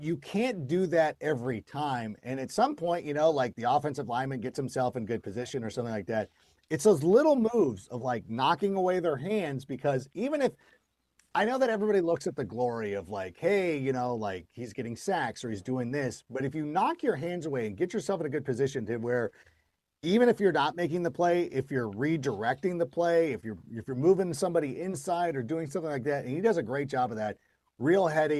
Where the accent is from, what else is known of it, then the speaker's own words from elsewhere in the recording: California, United States; Miguel's Jr. is not close. It's from my hometown. Miguel's Jr., Don Ramones, anybody in the Southern California area.